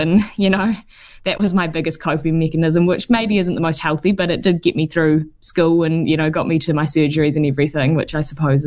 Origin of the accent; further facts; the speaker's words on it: Canterbury, New Zealand; I grew up in North Canterbury and I grew up at an area school.